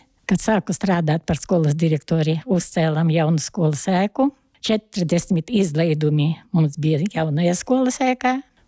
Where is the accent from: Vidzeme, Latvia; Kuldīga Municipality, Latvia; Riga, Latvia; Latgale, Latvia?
Latgale, Latvia; Pasiene; born there; also born or lived in Rēzekne; skolotāja, pašlaik pensionāre. Pasienē dzīvoju kopš 1948. gada, kad sāku mācīties pasienes 7-gadīgajā skolā